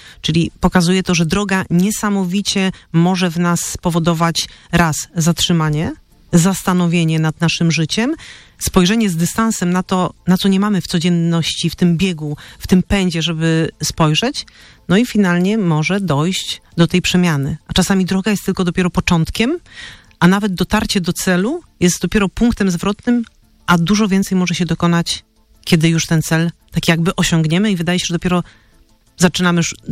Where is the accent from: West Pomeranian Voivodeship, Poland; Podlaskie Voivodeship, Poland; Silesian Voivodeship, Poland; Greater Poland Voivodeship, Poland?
Silesian Voivodeship, Poland; Częstochowa; moved away; bo jestem sama częstochowianką